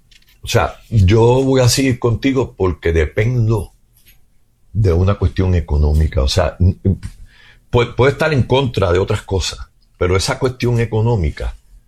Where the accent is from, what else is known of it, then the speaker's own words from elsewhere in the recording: Puerto Rico; yo creo que ya está llegando el momento en que nosotros, como puertorriqueños, empecemos a mirar esto de la manera objetiva